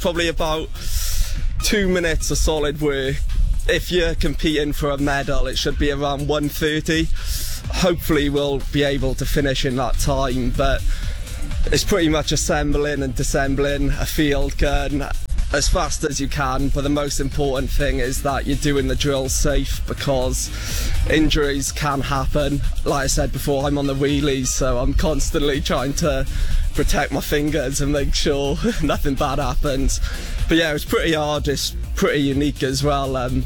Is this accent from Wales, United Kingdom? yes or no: yes; Wales, United Kingdom; South Wales.